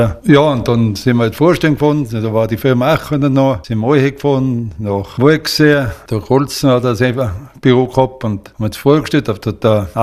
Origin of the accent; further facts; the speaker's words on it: Wildschönau, Tyrol, Austria; Manchmal denke ich, da kann ich wieder in meiner Heimatgemeinde Wildschönau.